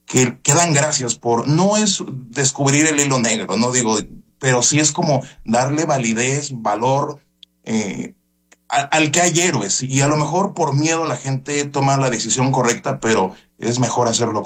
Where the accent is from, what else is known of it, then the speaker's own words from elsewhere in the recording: Mexico City, Mexico; moved away as an adult; now in Mazatlán, Mexico; Yo nací en la Ciudad de México, viví 28 años aquí, tengo ya 15 años en Mazatlán, aunque ahorita por otros proyectos estoy pensando ya tomar como base nuevamente la Ciudad de México.